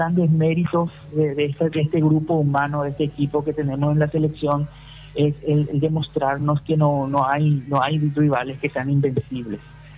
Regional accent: Paraguay; nosotros como paraguayos sabemos que tenemos que sufrir para ganar los partidos

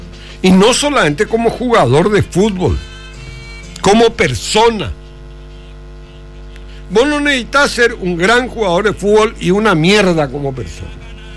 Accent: Paraguay; somos paraguayos y lo llevamos en la sangre.

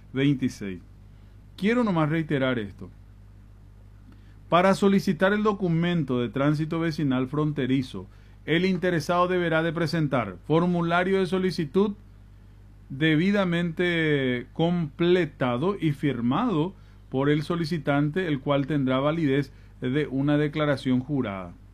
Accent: Paraguay; yo soy ciudadano paraguayo

